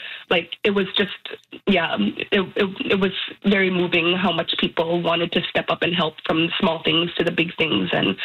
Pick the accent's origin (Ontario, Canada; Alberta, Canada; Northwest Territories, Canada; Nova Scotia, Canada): Northwest Territories, Canada; I come from the Western Arctic. Alethea, my co-creator and co-writer, is from the Eastern Arctic.